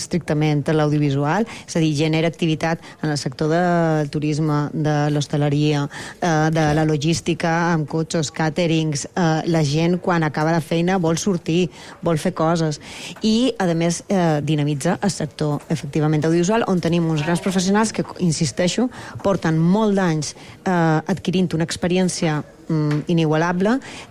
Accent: Balearic Islands, Spain; Som de Balears

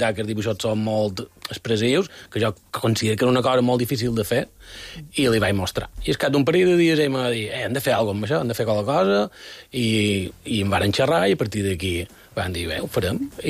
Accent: Campanet, Balearic Islands, Spain; jo som de Campanet.

